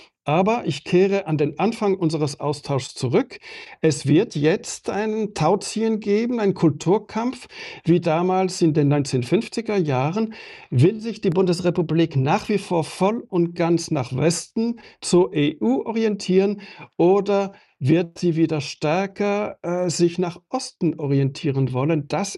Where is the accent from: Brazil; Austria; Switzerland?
Switzerland; Ich bin Schweizer und ich beobachte mit Engagement die deutsche Politik